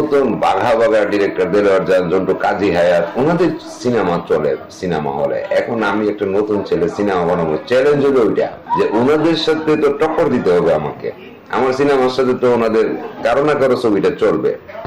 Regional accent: Brahmanbaria, Chittagong Division, Bangladesh; moved away as an adult; আমার শৈশব কৈশোর কেটেছে বাংলাদেশের সাংস্কৃতিক রাজধানী ব্রাহ্মণবাড়িয়া জেলা শহরে। আমি এই শহরে বড় হয়েছি, লেখাপড়া করেছি, primary, high school, college, degree, শুধু এলএলবি পড়তে আমি ঢাকা আসছিলাম।

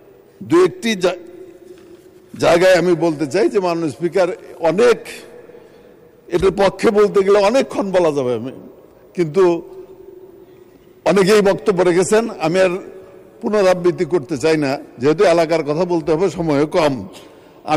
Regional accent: Tangail, Dhaka Division, Bangladesh; যেহেতু টাঙ্গাইলে আমি ছোট থেকে বড় হয়েছি, কাজে এই টাঙ্গাইলে মানুষের সাথে আমার একটি সম্পর্ক আছে

